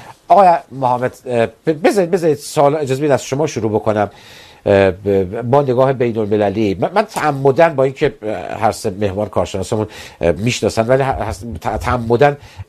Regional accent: Iran; من ایرانی هستم،

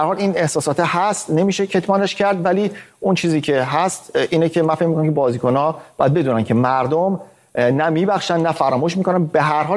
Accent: Iran; همه ما ایرانی هستیم

